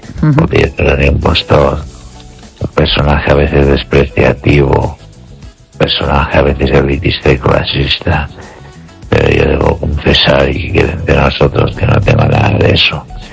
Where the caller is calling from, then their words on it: Ourense, Galicia, Spain; de Orense.